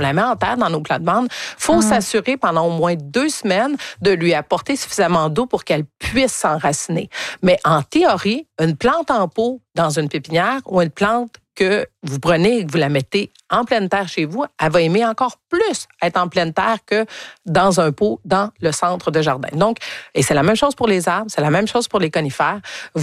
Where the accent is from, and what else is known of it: Quebec, Canada